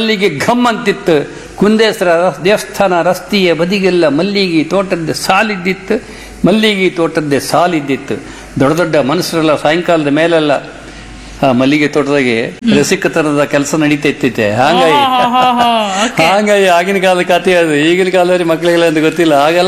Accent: Kundapura, Karnataka, India; ಕುಂದಾಪುರದಷ್ಟು ಶಾಂತಿ ಬೇರೆ ಯಾವ ಊರಿಗೂ ಇಲ್ಲ, ಎಲ್ಲ ಆರು ಇಲ್ಲಿ ಕೋಮ ಗಲಭೆಯೇ ಇರಲಿಲ್ಲ ಅಂತ ಒಂದು ಒಳ್ಳೆ ಊರು ನಮ್ಮ ಊರು.

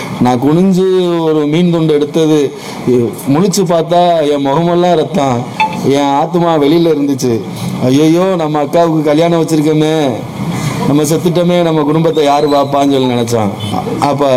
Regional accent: Rameswaram, Tamil Nadu, India; எனக்கு 36 வயசாகுது. எனக்கு நான் பிறந்து வளர்ந்ததுலாம் ராமேஸ்வரம். பாம்பனுக்கு வந்து ஒரு 15 வருஷம் 18 வருஷம் இருக்கும்.

